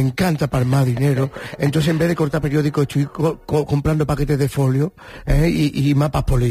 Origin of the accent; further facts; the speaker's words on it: Málaga, Andalusia, Spain; Así, bueno, yo como andaluz malagueño no podía ser menos.